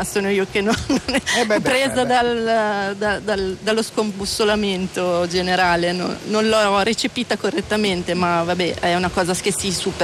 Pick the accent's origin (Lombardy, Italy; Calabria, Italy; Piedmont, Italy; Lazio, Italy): Lombardy, Italy; Pavia; io sono di Pavia e CNAO è proprio dietro casa per me